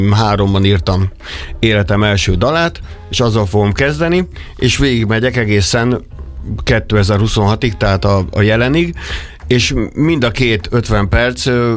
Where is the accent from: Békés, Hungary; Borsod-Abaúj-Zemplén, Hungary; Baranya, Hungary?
Baranya, Hungary; Komló; moved away as an adult; now in Budapest, Hungary; ami szintén egy ilyen ipari város, mint amilyen Komló volt, ahol én felnőttem.